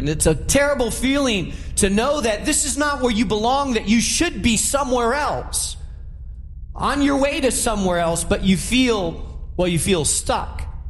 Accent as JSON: {"language": "English", "town": "Chicago", "region": "Illinois", "country": "United States", "said": "I mean, we're from Chicago, so we've all experienced, in the middle of a bad, bad winter, how your car gets stuck in an alley or in a parking space."}